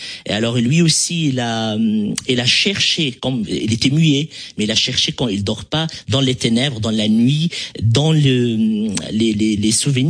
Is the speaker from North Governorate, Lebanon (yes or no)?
yes; North Governorate, Lebanon; car moi, par exemple, je viens du Nord, du Liban